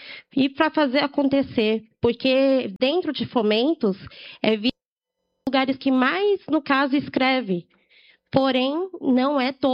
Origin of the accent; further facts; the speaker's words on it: São Paulo, Brazil; E eu venho até mesmo representando a minha Zona Leste, sou do Cangaíba